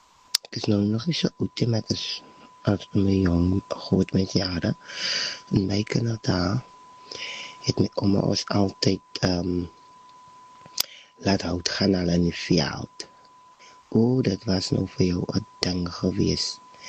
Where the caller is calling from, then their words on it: Robertson, Western Cape, South Africa; ek is hier van die Robertson.